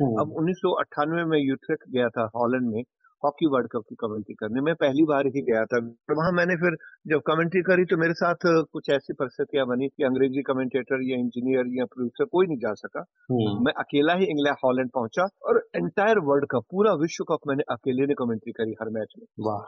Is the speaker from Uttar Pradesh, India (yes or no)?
no; Sri Ganganagar, Rajasthan, India; moved away; मैं श्री गंगानगर राजस्थान का रहने वाला हूँ, मैं हिंदी मीडियम में पढ़ा हूँ